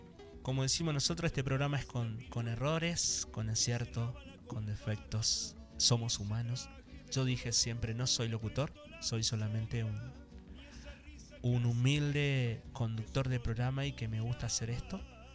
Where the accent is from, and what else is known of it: Reconquista, Santa Fe, Argentina